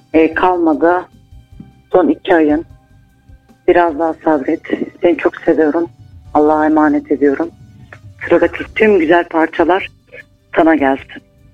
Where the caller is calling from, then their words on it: Alaçam, Samsun, Turkey; Ben Alacan'dan arıyorum.